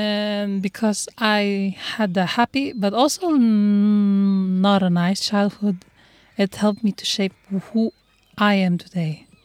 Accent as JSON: {"language": "English", "country": "Philippines", "second_language": "English", "moved": "yes", "lives_now": "France", "said": "I'm 20, and I'm from the Philippines, and it's been 3 years since I'm in France."}